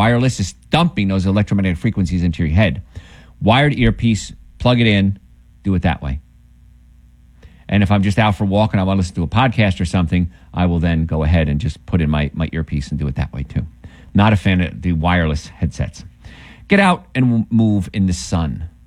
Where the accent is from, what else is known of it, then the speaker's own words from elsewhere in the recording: New Jersey, United States; I grew up in New Jersey with the Hud